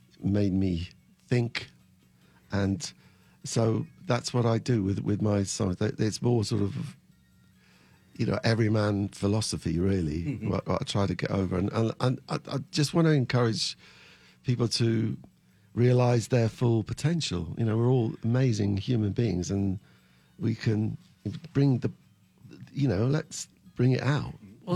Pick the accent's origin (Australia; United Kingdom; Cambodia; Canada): United Kingdom; High Wycombe, South East England; also born or lived in Maidenhead; my hometown, which was High Wycombe.